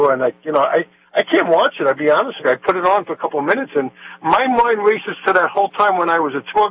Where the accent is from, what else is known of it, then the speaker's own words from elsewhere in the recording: New York City, New York, United States; I grew up in Brooklyn.